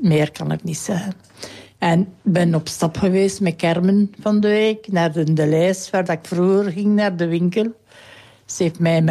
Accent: Herne, Flanders, Belgium; born there; also born or lived in Kester; nee, mijn geboortedorp is hier in Herne. Maar ik heb dan in Kester gewoond.

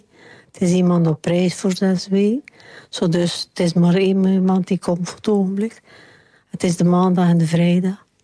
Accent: Oudenburg, Flanders, Belgium; Ja, ik ben van Oudenburg.

